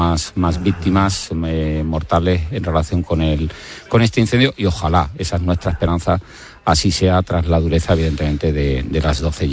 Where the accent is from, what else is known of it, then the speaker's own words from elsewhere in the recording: Cádiz, Andalusia, Spain; Si estuviera en mi tierra, en Cádiz, sería lo peor para el incendio.